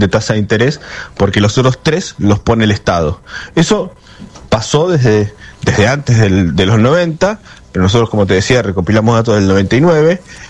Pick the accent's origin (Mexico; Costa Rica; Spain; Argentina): Argentina